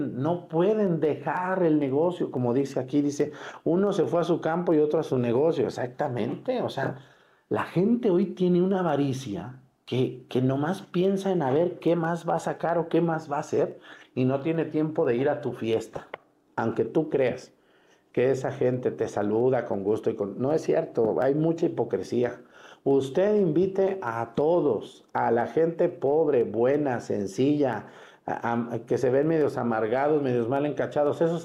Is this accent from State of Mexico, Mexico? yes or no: no; Mexticacán, Jalisco, Mexico; born there